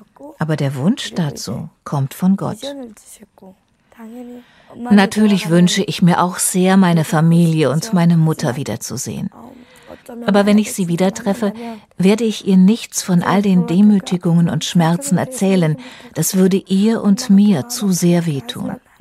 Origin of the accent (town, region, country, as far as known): North Korea; German is a second language